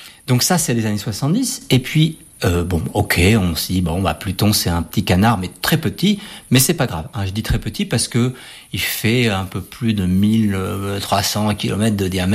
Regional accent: France; Mais bon, c'était sympa en tant que Français de participer à cette mission.

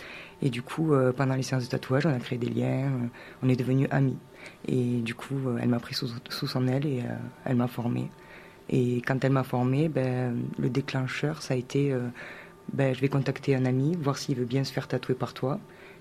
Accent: Occitanie, France; moi j'ai grandi sur Cap de Nagar, du coup. J'ai fait mon école primaire et mon collège à Cap 2. Après, je suis partie sur Villefranche.

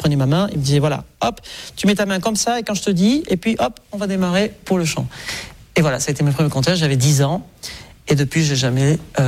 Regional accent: Nouvelle-Aquitaine, France; il y a 36 ans, je suis né donc au Pays Basque, dans le village d'Ayer, qui est à peu près à 20 minutes de Bayonne.

